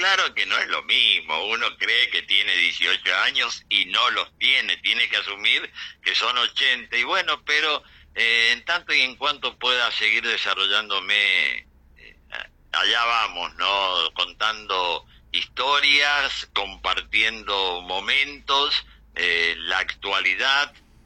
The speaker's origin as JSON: {"language": "Spanish", "region": "Misiones", "country": "Argentina", "said": "a estos dos misioneros, como vos y yo"}